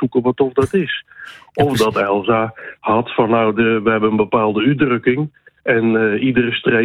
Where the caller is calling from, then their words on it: Zeeland, Netherlands; Ik kom zelf van het land van de Alabamen.